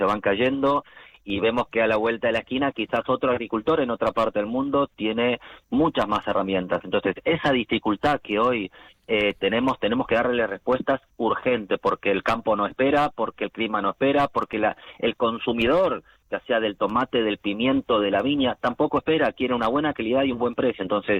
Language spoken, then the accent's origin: Spanish; Argentina; now in Spain; como argentino, veo esas diferencias que hay aquí en España